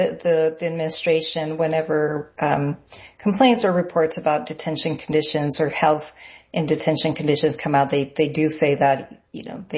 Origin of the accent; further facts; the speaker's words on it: El Paso, Texas, United States; Yeah, so I'm from El Paso, and I've been focusing a lot on Camp Beast Montana